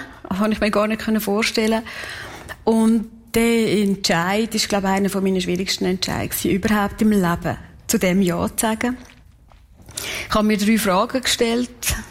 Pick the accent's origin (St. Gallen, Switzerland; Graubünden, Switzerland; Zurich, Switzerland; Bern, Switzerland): St. Gallen, Switzerland; Kaltbrunn; weil ich bin in Kalbrunn aufgewachsen. Ich bin eine Kalbrunnerin durch und durch.